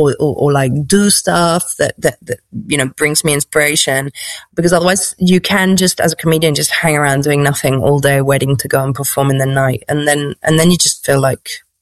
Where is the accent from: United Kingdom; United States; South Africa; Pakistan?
United Kingdom; accent: BBC; you probably tell from my BBC accent that I'm British.